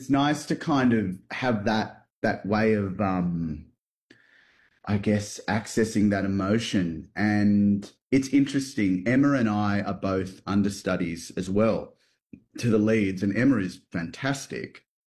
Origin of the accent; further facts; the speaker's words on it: Philippines; when you're on stage or in front of a camera as a Filipino, I think people are very, very, very at home